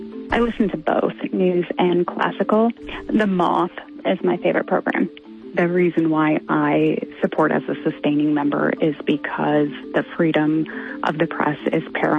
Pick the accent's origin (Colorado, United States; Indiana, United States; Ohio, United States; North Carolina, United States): North Carolina, United States; Grantsboro; from Grantsboro, North Carolina, and I support Public Radio East.